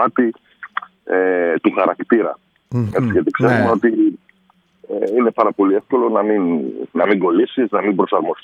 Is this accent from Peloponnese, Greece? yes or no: no; Crete, Greece